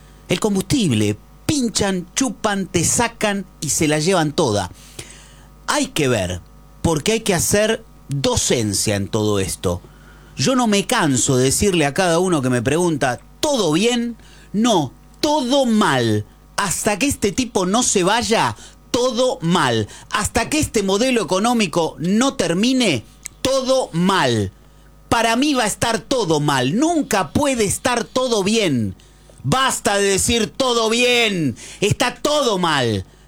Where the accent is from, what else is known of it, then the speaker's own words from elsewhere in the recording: Argentina; lo que yo puedo sentir como argentino